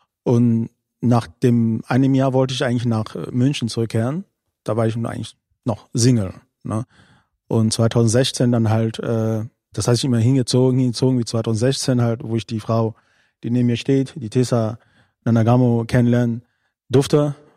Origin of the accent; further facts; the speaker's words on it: Cameroon; German is a second language; moved away as an adult; now in Cologne, Germany; gebürtiger Kameruner und bin 40 Jahre alt. Ich lebe in Deutschland seit 20 Jahren. Ich kam hierher, da war ich irgendwie Ende 19 Jahre alt, so ungefähr.